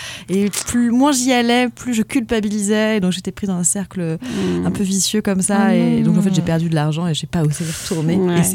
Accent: Nantes, Pays de la Loire, France; Je suis nantaise.

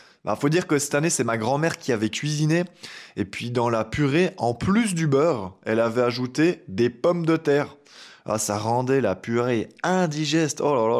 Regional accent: Belgium; moi, je suis belge

